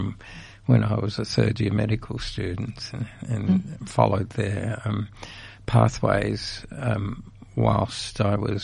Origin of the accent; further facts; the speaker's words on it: Adelaide, South Australia, Australia; born there; I was born in Adelaide, but my father, in his teaching role, was transferred to Cadena. So I spent the first 6 years in Cadena and started at Cadena Primary School.